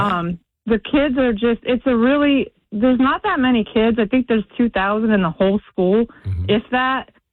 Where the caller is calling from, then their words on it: Lebanon Township, New Jersey, United States; I'm in Lebanon Township, New Jersey.